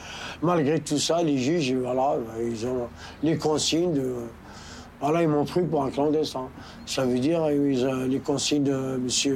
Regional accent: France; pourtant je suis français. Toute ma famille sont françaises.

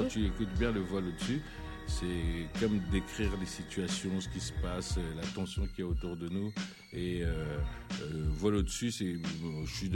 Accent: Sarcelles, Île-de-France, France; j'ai grandi en même temps à Sarcelles, en 95.

